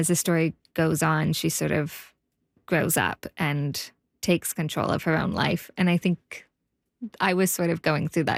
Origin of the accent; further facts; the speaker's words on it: Vancouver, British Columbia, Canada; moved away as an adult; now in Yellowknife, Canada; I'm born and raised in Vancouver, and as much as I love Yellowknife and this is my home now, Vancouver is my first home.